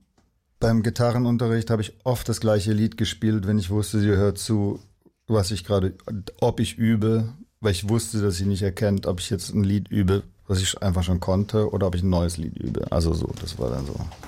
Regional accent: Stuttgart, Baden-Württemberg, Germany; War Staatsanwalt und ist relativ früh nach Stuttgart versetzt worden. Und deswegen sind wir alle in Stuttgart aufgewachsen.

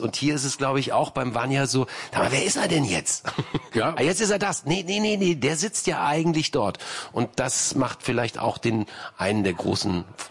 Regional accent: Düsseldorf, North Rhine-Westphalia, Germany; moved away as an adult; now in Berlin, Germany; Ich bin Düsseldorfer, ja. Ich bin Wahlberliner, seit 90, also okay.

